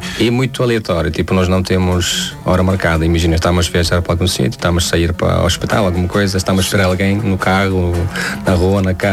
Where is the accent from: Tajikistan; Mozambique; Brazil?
Tajikistan; Portuguese is a second language; now in Portugal; já várias vezes expliquei que sou do Tajiquistão